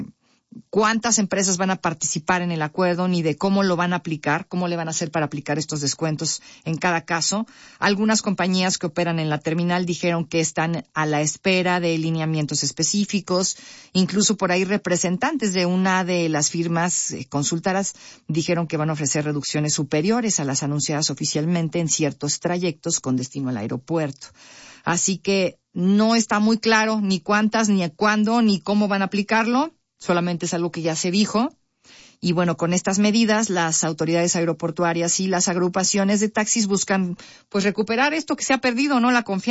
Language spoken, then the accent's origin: Spanish; Mexico; es latino, nosotros somos mexicanos, ¿no?